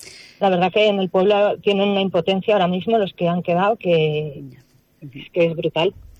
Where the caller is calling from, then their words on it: Santa Gracia, Aragon, Spain; yo en realidad soy de Santa Gracia